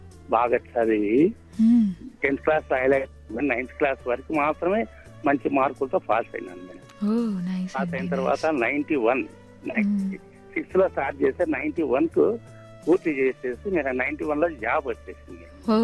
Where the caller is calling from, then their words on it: Kurnool, Andhra Pradesh, India; మాది కర్నూలు మేడం, కర్నూలు.